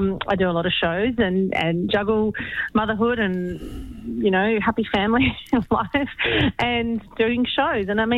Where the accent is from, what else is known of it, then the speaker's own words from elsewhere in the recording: Sydney, New South Wales, Australia; a girl from the suburbs. You know, I grew up in the city of Sydney. I grew up in Mascot